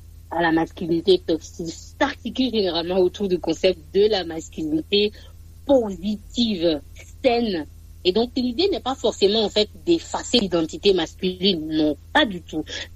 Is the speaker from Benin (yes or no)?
yes; Benin; chez nous, en Afrique, particulièrement au Bénin